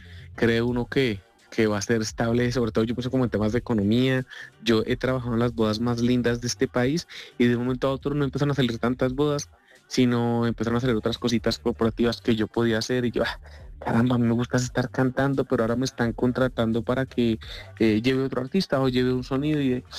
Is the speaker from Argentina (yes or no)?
no; Colombia; mira, yo soy de Colombia, yo canto